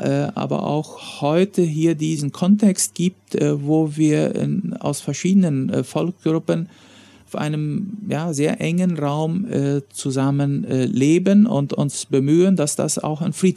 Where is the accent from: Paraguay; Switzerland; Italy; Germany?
Paraguay; Filadelfia, Boquerón; first language German; Wir müssen hier überhaupt als Fernheimer auch uns im Spanischen auskennen.